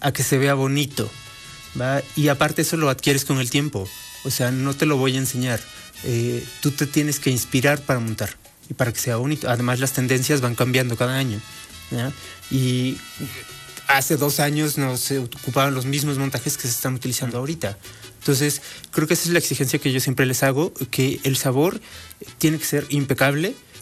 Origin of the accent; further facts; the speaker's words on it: Puebla, Mexico; Yo vengo de la Sierra Poblana Mixteca, o sea, muy cerca de Oaxaca.